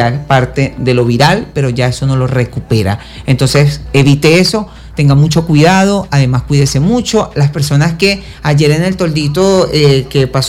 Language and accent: Spanish; Venezuela; Seamos buen venezolanos